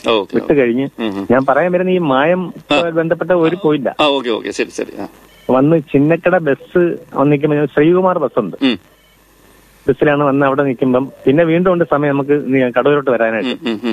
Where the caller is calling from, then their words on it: Neeravil, Kerala, India; ഞാൻ നീരാവിൽ നിന്നാണ്.